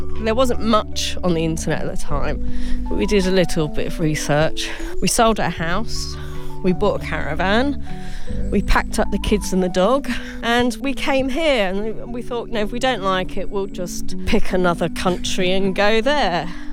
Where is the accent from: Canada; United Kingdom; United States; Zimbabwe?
United Kingdom; England; now in Slovenia; Hi everyone … I'm from England and I now live in Pincer, Slovenia.